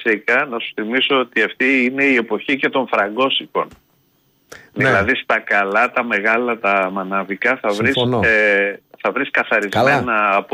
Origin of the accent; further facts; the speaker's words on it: Preveza, Epirus, Greece; επειδή εγώ είμαι από την Πρέβεζα